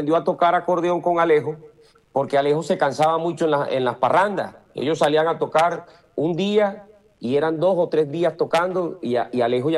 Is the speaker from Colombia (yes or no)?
yes; Magangué, Bolívar, Colombia; born there; also born or lived in Sincelejo; now in Medellín, Colombia; de Magangué. Yo nací en Magangué.